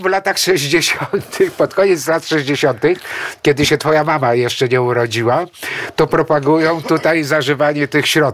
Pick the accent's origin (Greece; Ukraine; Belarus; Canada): Greece; now in Poland; ja jestem Grekiem, ale jestem obywatelem polskim.